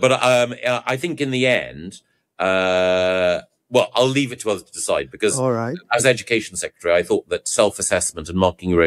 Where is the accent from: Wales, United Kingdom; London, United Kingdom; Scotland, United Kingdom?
Scotland, United Kingdom; I'm a Scot myself.